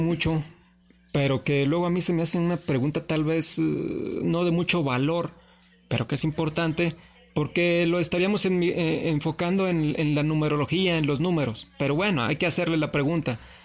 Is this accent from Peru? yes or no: no; Mexico; now in Colombia